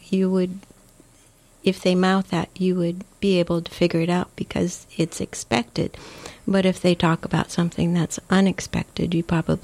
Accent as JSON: {"language": "English", "region": "England", "country": "United Kingdom", "tie": "born or raised there", "also_born_or_lived": "Ohio, United States", "said": "Made in England, born in Ohio, moved to England when I was a child"}